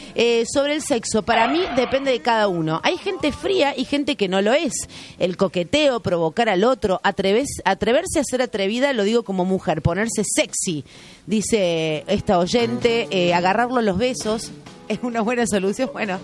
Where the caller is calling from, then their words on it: Merlo, Buenos Aires Province, Argentina; de Merlo, estoy trabajando desde tempranito en mi panadería.